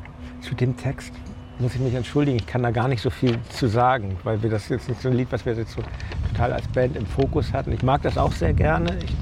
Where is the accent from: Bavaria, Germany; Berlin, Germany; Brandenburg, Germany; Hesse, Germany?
Berlin, Germany; born there; Und außerdem bin ich in der Stadt geboren und ich lebe auch gerne in der Stadt